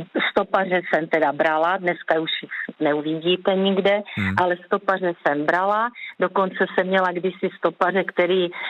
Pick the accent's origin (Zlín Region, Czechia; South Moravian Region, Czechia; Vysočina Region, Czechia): South Moravian Region, Czechia; jsem z Jižní Moravy od Hodonína z Podluží.